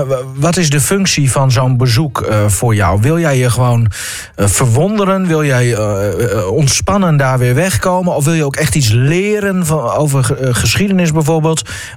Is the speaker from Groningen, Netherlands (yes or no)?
yes; Groningen, Netherlands; in het algemeen zijn wij als Groningers er goed in om onszelf te verkopen